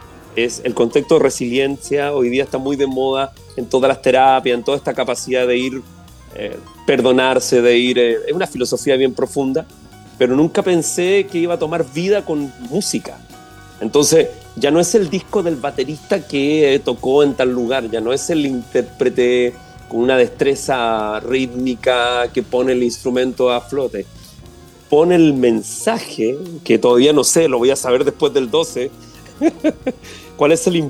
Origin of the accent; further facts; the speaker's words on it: Santiago, Santiago Metropolitan Region, Chile; moved away as an adult; now in Puerto Montt, Chile; San Miguel, de donde vengo yo